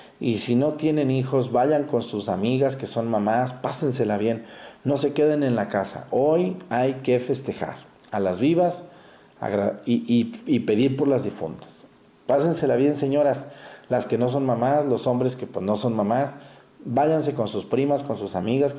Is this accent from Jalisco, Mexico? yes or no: yes; Mexticacán, Jalisco, Mexico; moved away; mi pueblo a Mesticacán.